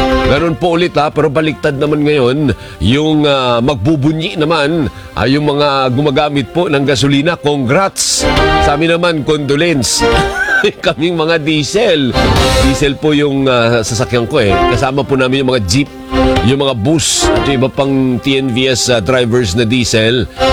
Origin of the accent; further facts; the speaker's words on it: Negros Island Region, Philippines; Ano po sa amin sa Negros Island, edi siyempre Hiligay noon.